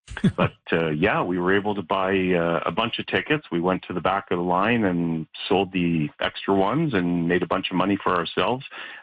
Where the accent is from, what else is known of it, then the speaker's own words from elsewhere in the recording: Toronto, Ontario, Canada; now in Kenora, Canada; I grew up in Toronto. I was there most of my life.